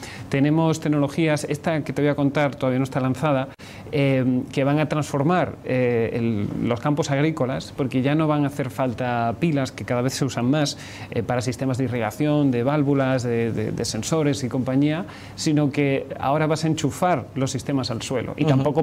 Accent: Seville, Andalusia, Spain; moved away as an adult; now in Barcelona, Spain; Yo soy sevillano.

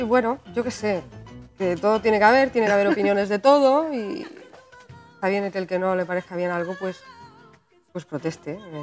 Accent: Catalonia, Spain; yo toda la vida llevaba ahí mi banderita encima, ¿no? De catalana y, bueno, una catalana pues que hace flamenco

